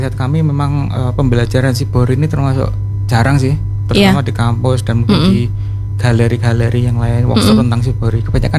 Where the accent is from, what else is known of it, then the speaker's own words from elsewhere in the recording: Tegal Weru, East Java, Indonesia; Taru itu sebenarnya desa kami, Tegal Weru awalnya.